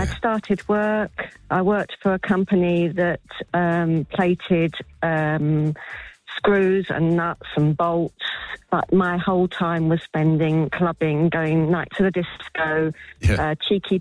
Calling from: Wokingham, South East England, United Kingdom; I'm from Wokingham in Berkshire.

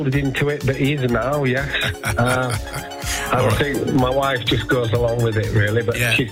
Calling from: Yorkshire and the Humber, United Kingdom; Wensleydale, North Yorkshire.

